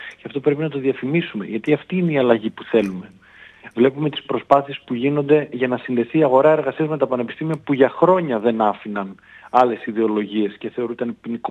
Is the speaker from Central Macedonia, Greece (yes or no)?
yes; Thessaloniki, Central Macedonia, Greece; Εγώ είμαι και από τη Δυτική Θεσσαλονίκη.